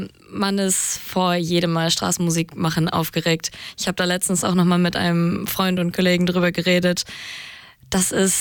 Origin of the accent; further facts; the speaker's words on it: Hamburg, Germany; du hast es ja schon gerade gesagt, ich habe meine Gitarre dabei. Also ich mache Musik und ich komme aus Hamburg